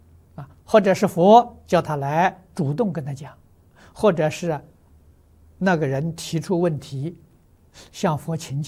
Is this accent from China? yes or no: yes; China; 80岁圆寂是我们中国人讲的虚岁，啊，要外国人讲这个年龄呢，那释迦牟尼佛是79岁。